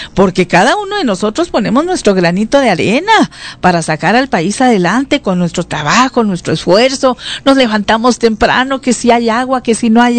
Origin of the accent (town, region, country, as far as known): Chihuahua, Mexico